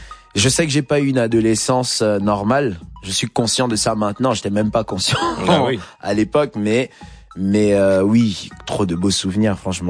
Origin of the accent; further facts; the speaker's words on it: Gabon; moved away; J'ai grandi, je suis né au Gabon, j'ai grandi au Gabon.